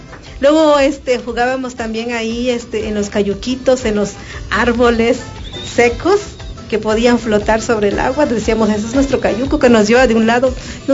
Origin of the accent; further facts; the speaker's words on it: Chicomuselo, Chiapas, Mexico; yo soy originaria de Chicomucelo. Soy de pueblo de los siete jaguares. Nací allá en el año 1982.